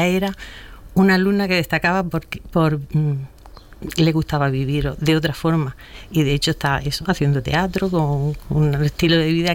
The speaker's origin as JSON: {"language": "Spanish", "town": "Guadix", "region": "Andalusia", "country": "Spain", "tie": "born or raised there", "said": "yo soy de Granada, soy de la zona de Guadí, sí. Estudié en Guadí, uh-huh. Hice el BUP allí"}